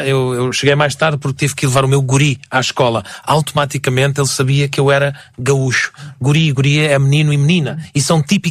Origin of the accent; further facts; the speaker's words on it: Portugal; moved away; also born or lived in Brazil; há sempre aquela piada do Tuga, e por causa do nosso sotaque, mas depois ele é bem integrado, e eu posso dizer que toda a vida que vivi lá, fui bem integrado e nunca me senti, e isto é verdade, eu nunca me senti um estrangeiro.